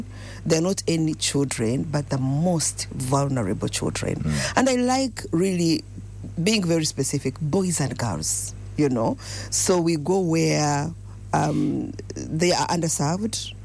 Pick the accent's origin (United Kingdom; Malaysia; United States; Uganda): Uganda; born there; moved away; also born or lived in Eswatini; So imagine where I'm born from Uganda, but along the way, because I've been out of Uganda for a while.